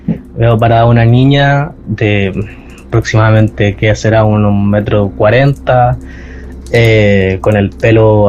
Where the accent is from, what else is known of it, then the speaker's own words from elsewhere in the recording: Iquique, Tarapacá, Chile; Mi mamá no es de acá, de Chile. Nosotros somos de Iquique. Ella no es de acá.